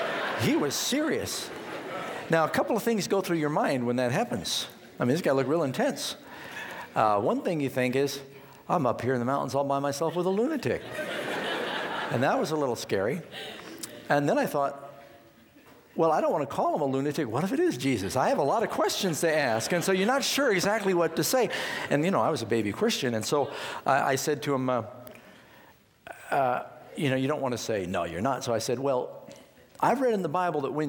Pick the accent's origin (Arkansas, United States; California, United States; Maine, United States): California, United States; I'm from California, and not far away is where Jim Jones had his temple.